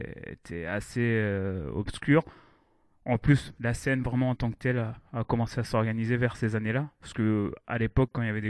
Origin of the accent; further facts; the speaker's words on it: Rennes, Brittany, France; now in Nantes, France; moi, je suis de Rennes à la base.